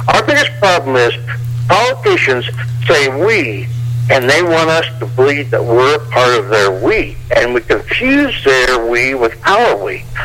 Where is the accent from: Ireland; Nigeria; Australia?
Ireland; as an Irishman, I was born with a liver and shit that works.